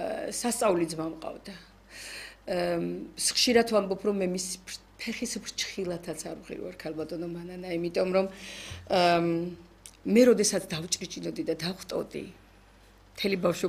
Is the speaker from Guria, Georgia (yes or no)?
yes; Natanebi, Guria, Georgia; moved away; ნატანებში ჩვენ სოფელში, სადაც დავიბადეთ და გავიზარდეთ მე და პაატა